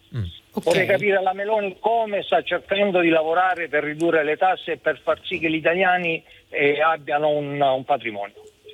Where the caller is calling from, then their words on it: Gallipoli, Apulia, Italy; Io chiamo da Gallipoli